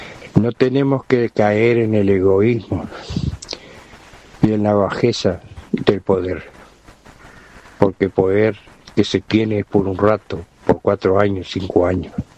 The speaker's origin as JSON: {"language": "Spanish", "region": "Salto", "country": "Uruguay", "said": "como salteños, donde vivimos, donde trabajamos, donde tenemos nuestros hijos, donde crecieron nuestros padres, donde nuestros padres hoy en día están descansando, donde tenemos amigos, familiares."}